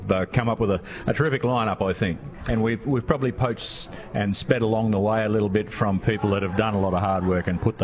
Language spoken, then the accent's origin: English; Queensland, Australia; I am a Queenslander.